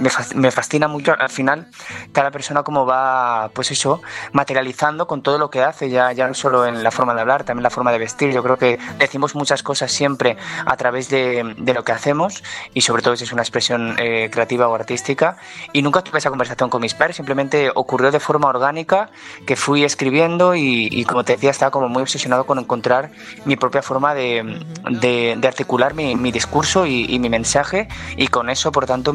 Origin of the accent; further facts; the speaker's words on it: Valencian Community, Spain; soy un músico valenciano